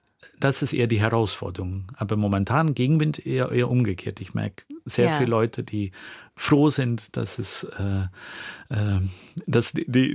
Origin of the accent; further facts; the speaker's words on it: Flanders, Belgium; moved away; wo ich aufgewachsen bin in Flandern damals